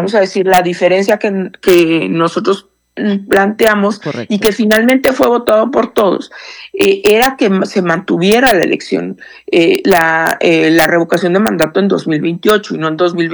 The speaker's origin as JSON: {"language": "Spanish", "region": "Chihuahua", "country": "Mexico", "tie": "born or raised there", "said": "Chihuahua, de donde yo soy oriunda además"}